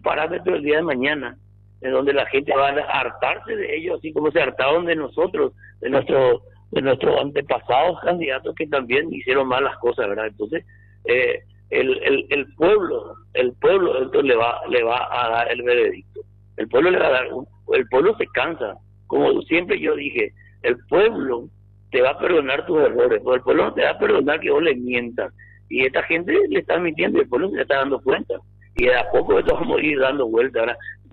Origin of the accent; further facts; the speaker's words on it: Ciudad del Este, Alto Paraná, Paraguay; Yo soy esteño, como siempre dije, yo soy colorado, soy paraguayo, y sobre todo orgullosamente esteño.